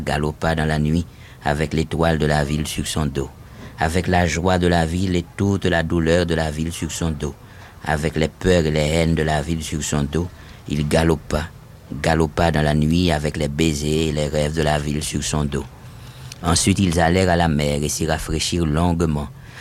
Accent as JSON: {"language": "French", "country": "Haiti", "tie": "born or raised there", "moved": "as an adult", "said": "l'enfance en Haïti, vous savez, se déroule habituellement, je crois que c'est encore vrai de nos jours, dans une atmosphère qui est à la fois entre le rêve et la réalité."}